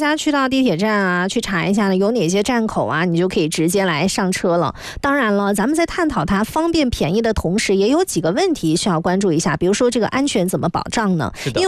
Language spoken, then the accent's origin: Chinese; Guangdong, China; 来聊一聊让咱们广东人出行幸福感直接飙升的事儿